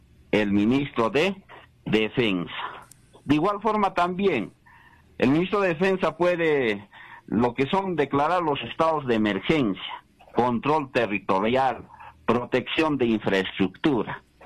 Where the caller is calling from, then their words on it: Huancané, Puno, Peru; Buenos días, doctor Hernán … ver, desde Huancané.